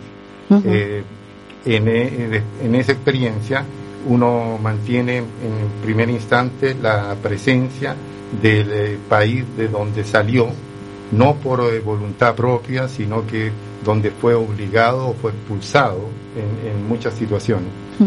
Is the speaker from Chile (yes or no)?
yes; Chile; moved away as an adult; now in Italy; Sí, yo llegué a Italia solo. O sea, yo salí de Chile a través de la embajada italiana en Santiago, salí con otra persona